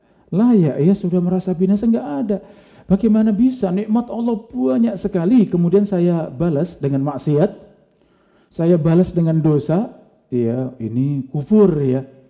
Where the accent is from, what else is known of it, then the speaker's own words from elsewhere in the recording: Pleret, Indonesia; moved away as an adult; now in Maba, Indonesia; mulai pindah ke Maba itu 2020, bulan Agustus. Saya pindah ke sini, dari kampung saya Pleret ya.